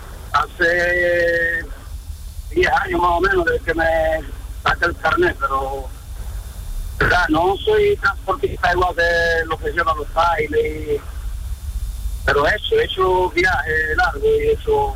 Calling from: Seville, Andalusia, Spain; Vivo en Sevilla. Triana

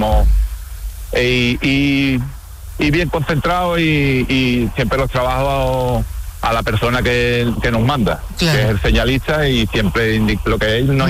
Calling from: Tarifa, Andalusia, Spain; los compis que venimos de Tarifa todos los días

